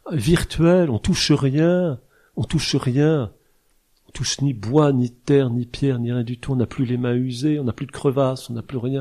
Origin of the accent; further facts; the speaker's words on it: Auvergne-Rhône-Alpes, France; parce qu'on est auvergnat